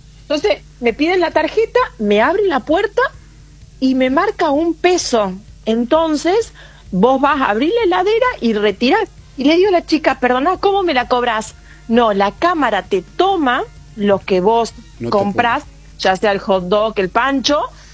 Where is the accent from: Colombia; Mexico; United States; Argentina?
Argentina; Yo, como muy argentina, me fui.